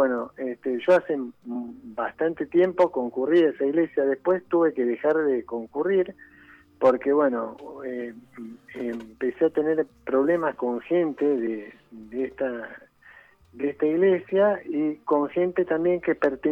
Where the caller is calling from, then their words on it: Buenos Aires, Argentina; Yo vivo acá en el barrio de Caballito.